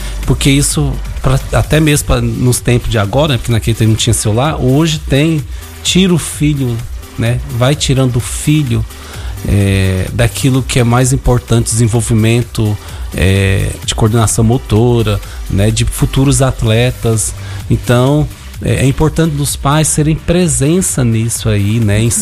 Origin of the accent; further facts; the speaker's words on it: Goiânia, Goiás, Brazil; moved away; Eu sou de Goiânia, natural de Goiânia, né?